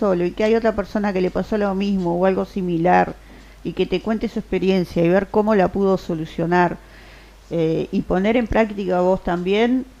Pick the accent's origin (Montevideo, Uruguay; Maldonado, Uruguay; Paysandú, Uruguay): Maldonado, Uruguay; Aiguá; moved away; yo soy de Aiguá y en mi época, cuando yo vivía, ya costaba mucho que llegaran a veces cosas.